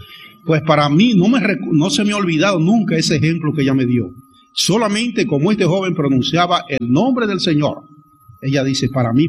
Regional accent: Dominican Republic; moved away; Yo recuerdo una misionera allá en mi país

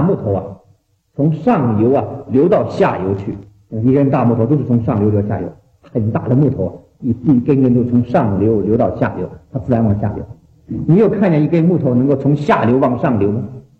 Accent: China

